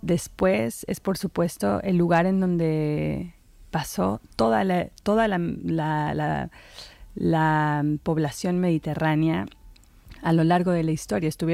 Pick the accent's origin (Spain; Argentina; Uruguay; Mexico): Mexico; moved away as an adult; now in New York, United States; Mira, siendo mexicana y ahora habiendo vivido tanto tiempo en Estados Unidos, siempre me tengo que estar disculpando o por una cosa o por la otra.